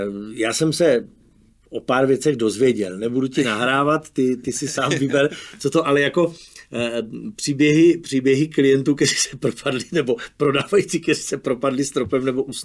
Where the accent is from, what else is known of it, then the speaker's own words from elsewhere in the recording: Brno, South Moravian Region, Czechia; jsou sami šikovní lidi, já jsem z Brna